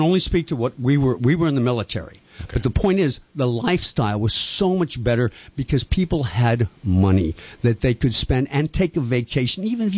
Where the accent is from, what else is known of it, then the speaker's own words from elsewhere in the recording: the South, United States; also born or lived in Texas / Florida; I grew up in the South.